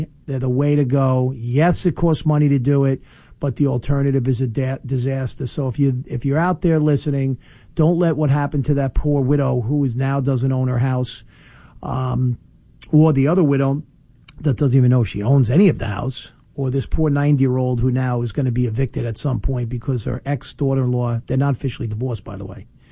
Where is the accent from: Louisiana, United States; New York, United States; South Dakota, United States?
New York, United States; East Northport; my hometown at East Northport.